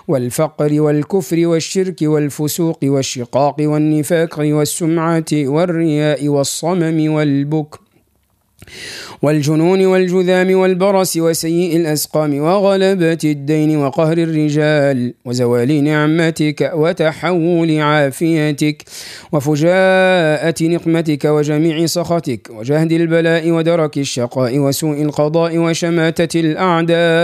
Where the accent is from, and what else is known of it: Tunisia